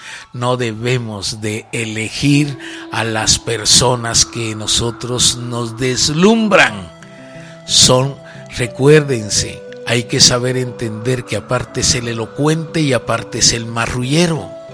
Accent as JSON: {"language": "Spanish", "country": "Guatemala", "said": "somos guatemaltecos conscientes"}